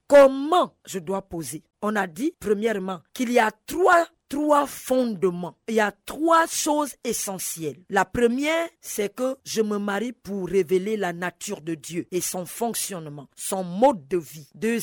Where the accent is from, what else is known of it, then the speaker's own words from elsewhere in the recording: Gabon; est récurrent au Gabon chez moi? On a eu cela.